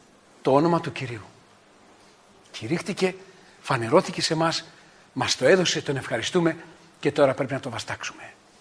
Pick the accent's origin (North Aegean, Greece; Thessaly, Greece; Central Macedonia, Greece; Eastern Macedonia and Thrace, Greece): Thessaly, Greece; Trikala; εγώ που λέτε είμαι από τα Τρίκαλα. Και με αυτή την προφορά.